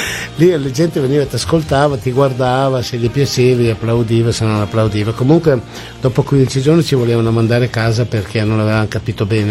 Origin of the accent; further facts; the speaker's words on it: Emilia-Romagna, Italy; io sono emiliano e l'Emilia Romagna era la patria delle baliere.